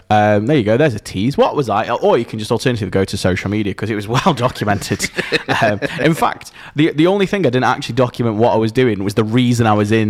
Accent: Stoke-on-Trent, West Midlands, United Kingdom; I'm from England. Oh, London? No, I'm not from London. Yeah. Where are you from then? Yeah. I'm from Stoke-on-Trent.

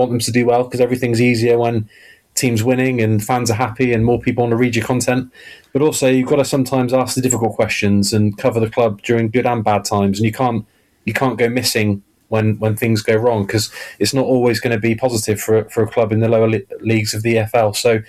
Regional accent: Cheltenham, South West England, United Kingdom; born and bred in Cheltenham and grew up as a Cheltenham Town fan

